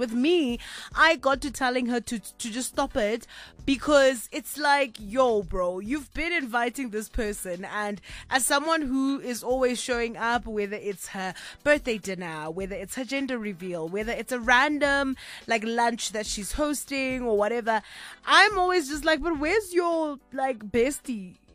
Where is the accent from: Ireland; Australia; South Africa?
South Africa; Kimberley, Northern Cape; moved away; she was in my hometown this past weekend of my hometown of Kimberley.